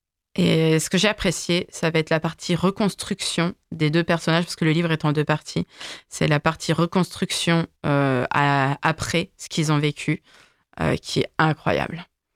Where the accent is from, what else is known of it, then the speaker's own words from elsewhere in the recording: France; accent: French; Non, j'ai mon petit accent français.